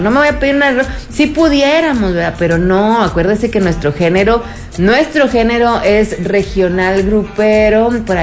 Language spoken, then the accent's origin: Spanish; Allende, Mexico; yo soy de Allende